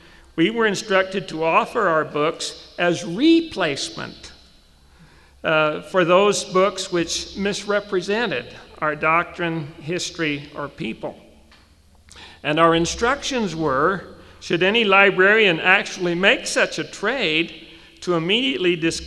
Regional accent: Ephraim, Utah, United States; Growing up in Ephraim and Sanpete County, I was acquainted, and then only casually, with four non-Mormons, two of whom subsequently converted.

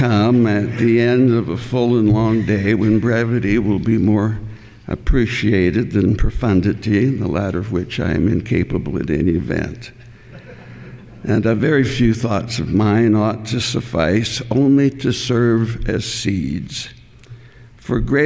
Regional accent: Edmonton, Alberta, Canada; born there; moved away; My mother and father and I were members of the First Presbyterian Church of Edmonton.

